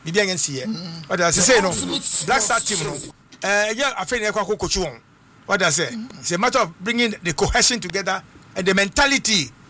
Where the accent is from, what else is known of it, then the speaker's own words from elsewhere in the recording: Ghana; I'm from Ghana.